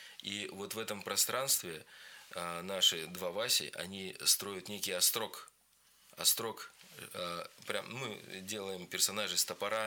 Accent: Sakha Republic, Russia; я вырос в Якутии

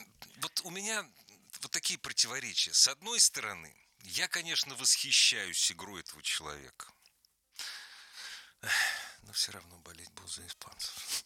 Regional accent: Moscow, Russia; Я же москвич

